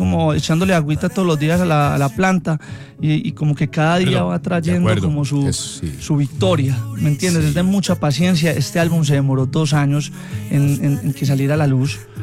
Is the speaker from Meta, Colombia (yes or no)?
no; Sabaneta, Antioquia, Colombia; Yo soy de Sabaneta y una arepa con queso es algo sencillo, rápido y sabe rico.